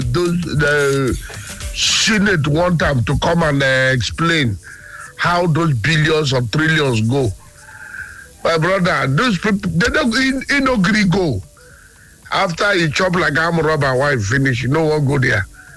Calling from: Okrika, Rivers, Nigeria; calling from Okrika.

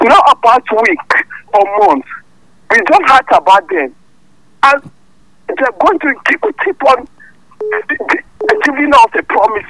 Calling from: Pankshin, Plateau, Nigeria; I'm calling you from Jiblik, sir.

